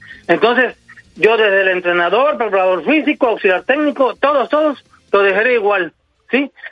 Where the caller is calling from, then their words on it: Mexico; En la selección somos todos mexicanos